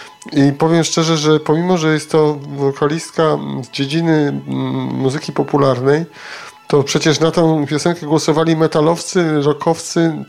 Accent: Greater Poland Voivodeship, Poland; now in Wrocław, Poland; ona jest w Warszawie, w Wrocławiu, ale dzisiaj jest u siebie w swoich stronach, czyli w moich też. Pozdrawiam całą ziemię leszczyńską.

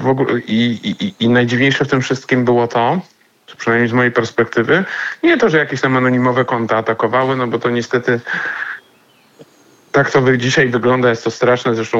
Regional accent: Kraków, Lesser Poland, Poland; Kraków, miasto, w którym się urodziłem, w którym spędziłem całe życie i zamierzam spędzić resztę tego życia

